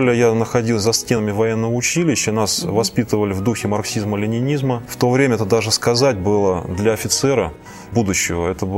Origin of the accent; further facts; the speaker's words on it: Volgograd, Volgograd Oblast, Russia; moved away as an adult; Я сам родом из Волгограда, прожил там до 17 лет.